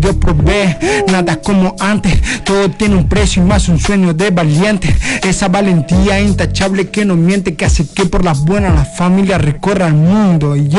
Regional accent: José León Suárez, Buenos Aires Province, Argentina; soy de Zona Norte, Partido de San Martín, José Luis Suárez, Carcoa, Fondo del Mar.

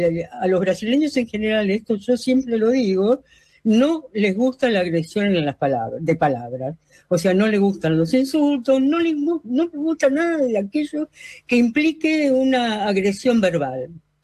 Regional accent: Argentina; now in São Paulo, Brazil; a mí como argentina me dio vergüenza

